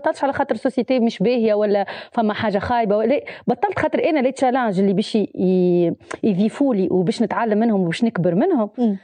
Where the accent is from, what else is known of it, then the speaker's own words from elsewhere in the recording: Sousse, Sousse Governorate, Tunisia; moved away as an adult; also born or lived in Sbeitla, Kasserine / Tunis; وانا من سوسه على باز معناها انا اصلي الاصيل من سبيتلا من القصرين اما معناها عايشه وقريت وكل شيء في سوسه